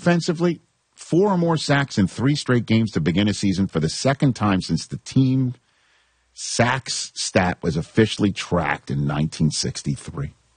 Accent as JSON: {"language": "English", "town": "New York City", "region": "New York", "country": "United States", "tie": "born or raised there", "said": "I'm a New Yorker, you know? I'm a native New Yorker. I'm a native Jewish New Yorker"}